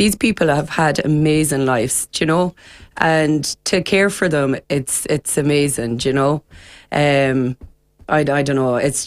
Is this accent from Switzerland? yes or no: no; Ballycastle, Connacht, Ireland; I'm from Ballycastle.